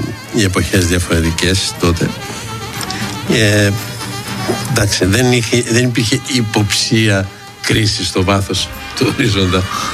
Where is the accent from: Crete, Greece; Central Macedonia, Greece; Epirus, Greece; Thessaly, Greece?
Central Macedonia, Greece; Thessaloniki; Από τη Θεσσαλονίκη με τα πειρατικά. Εγώ είμαι Θεσσαλονικιός.